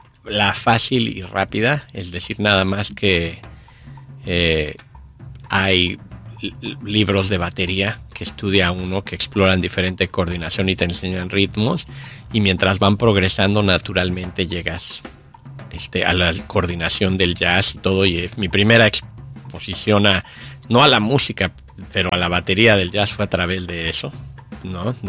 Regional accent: Mexico; En la escuela en la que yo estaba de chiquito en México, nos daban instrumentos para la clase de música

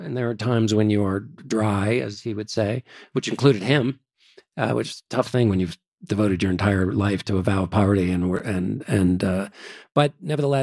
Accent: Washington, District of Columbia, United States

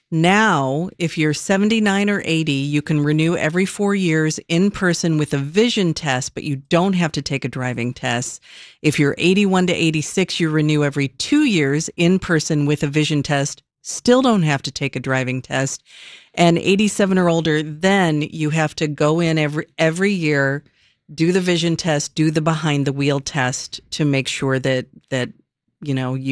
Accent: Dixon, Illinois, United States; moved away; I drove back from my hometown, Dixon, Illinois, yesterday

